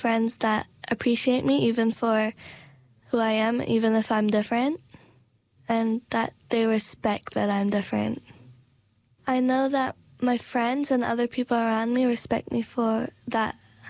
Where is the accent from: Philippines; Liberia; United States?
Philippines; As a Filipino, I realize that how I act sometimes and think and the food I eat are different to my friends and people around me.